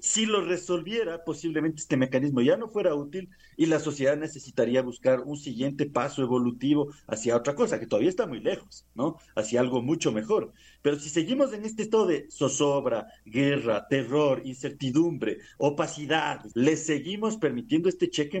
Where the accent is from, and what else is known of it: Ecuador